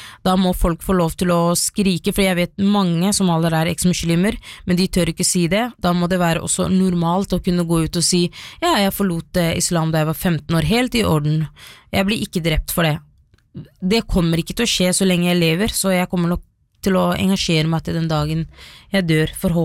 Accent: Somalia; now in Norway; folk vet at jeg er somalier.

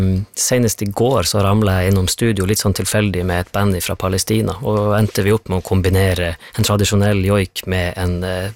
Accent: Otern, Troms, Norway; jeg vokste opp innerst i Storfjorden, i bunnen av fjorden, en liten bygd som heter Otern, Tjavkos eller Saukonen. Alle bygden har som regel navn på tre språk.

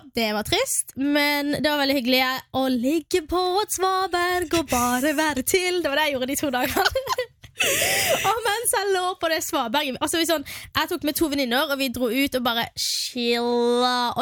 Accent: Søgne, Agder, Norway; jeg er jo fra Søgne, som er litt utenfor Kristiansand.

